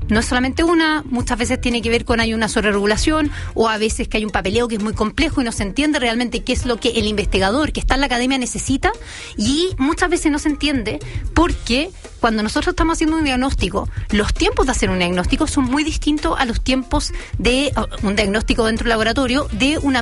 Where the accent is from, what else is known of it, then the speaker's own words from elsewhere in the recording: Chile; also born or lived in Europe; es un activo gigante que tenemos como chileno.